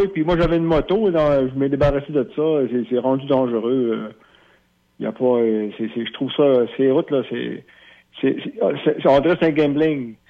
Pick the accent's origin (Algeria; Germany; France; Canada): Canada; the Maritimes; ben, moi je viens des Maritimes